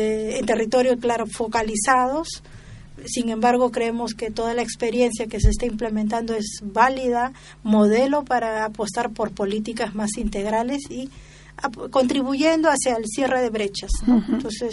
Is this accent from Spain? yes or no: no; Peru